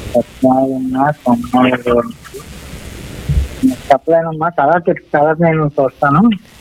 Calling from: Kakinada district, Andhra Pradesh, India; మాది కాకినాడ జిల్లా గుట్టాలమ్మ.

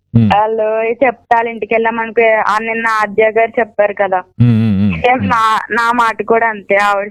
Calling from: Bhimavaram, Andhra Pradesh, India; మాది భీమవరం అండి

